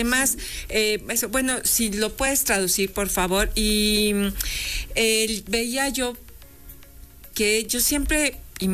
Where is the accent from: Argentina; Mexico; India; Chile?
Mexico; somos ahí mexicanos y mexicanas, con las lágrimas, de verdad.